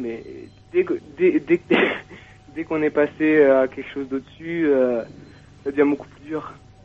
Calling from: Toulouse, Occitanie, France; de Toulouse, 18 ans.

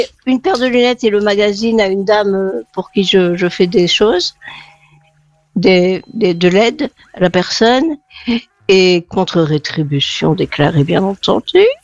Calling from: Arcachon, Nouvelle-Aquitaine, France; j'ai 60 ans, je suis à Arcachon

